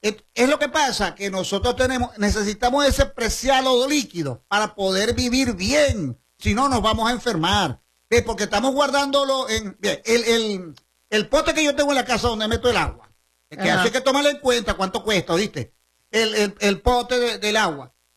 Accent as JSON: {"language": "Spanish", "country": "Venezuela", "said": "porque así somos los venezolanos, somos solidarios."}